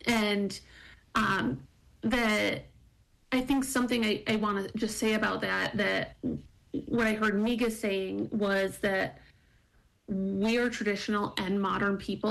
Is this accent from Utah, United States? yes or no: no; New York, United States; So I'm from the Tuscarora Nation of the Haudenosaunee Confederacy.